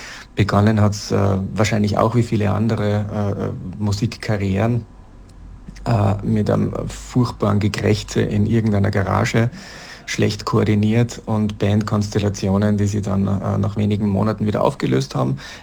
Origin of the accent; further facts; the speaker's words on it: Rauris Valley, Salzburg, Austria; moved away; aufgewachsen im Raurisertal.